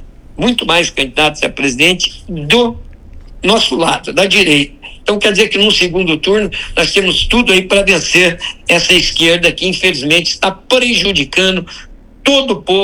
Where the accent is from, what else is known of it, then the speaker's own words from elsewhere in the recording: Paraná, Brazil; now in Curitiba, Brazil; que eu sou do Norte Pioneiro.